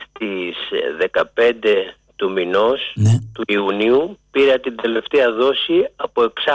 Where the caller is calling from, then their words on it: Pikermi, Attica, Greece; είμαι από το Πικέρμι.